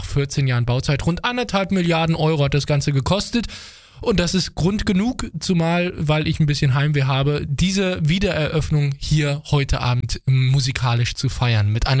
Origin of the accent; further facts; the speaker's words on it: Bonn, North Rhine-Westphalia, Germany; also born or lived in Cologne; Also ich habe 6 Jahre dort gelebt, eigentlich komme ich aus Bonn